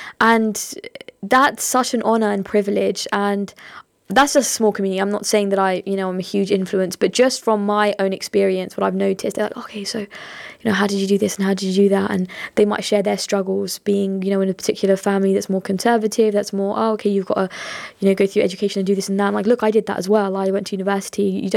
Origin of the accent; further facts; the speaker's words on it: Luton, East of England, United Kingdom; My heritage, I'm a British Bangladeshi. I was born and raised Luton. I'm a second generation immigrant, so my parents migrated from Bangladesh to here.